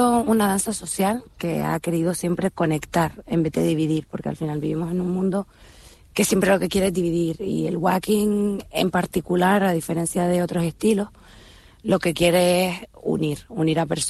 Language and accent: Spanish; Canary Islands, Spain; now in United Kingdom; me encantaría volver y seguir trabajando en Canarias.